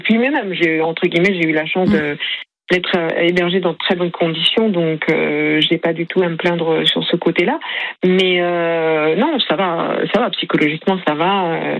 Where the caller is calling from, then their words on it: Saint-Médard-en-Jalles, Nouvelle-Aquitaine, France; je vous appelle donc de Saint-Médard-en-Jalles où j'ai réintégré mon domicile.